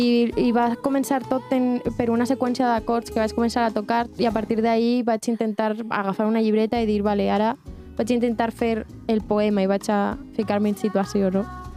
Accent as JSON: {"language": "Catalan", "town": "Vila-real", "region": "Valencian Community", "country": "Spain", "tie": "born there", "said": "La meva llengua paterna, que és el valencià, i bueno, és un conjunto de todo, no?"}